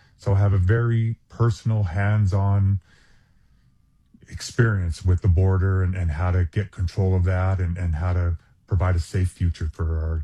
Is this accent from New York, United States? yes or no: no; Albuquerque, New Mexico, United States; And again, born and raised in Albuquerque. former combat Marine.